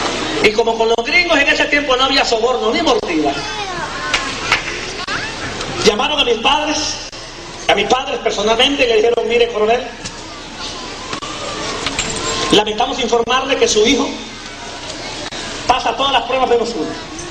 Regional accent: Honduras; moved away; also born or lived in Costa Rica; Nacido en Honduras. Costarricense por naturalización. Mi padre en Honduras, el hombre que me crió. Tuvo mucho poder en mi tierra.

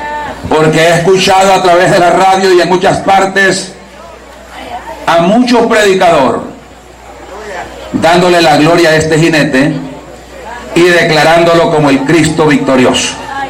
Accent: El Salvador; allá sale que … que soy del Salvador.

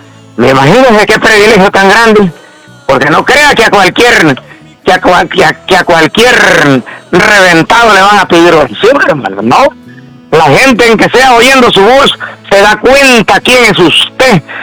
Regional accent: El Salvador; accent: Salvadoran; now in United States; Soy un campesano, un campesino, imagínese. Llegué a los Estados Unidos y todavía tengo el acento de allá de mi país. Todavía me identifico como salvadoreño, ya no le hablo mexicano, ya no le hablo caliche mexicano, ya no le hablo caliche puertorriqueño, no le hablo caliche cubano

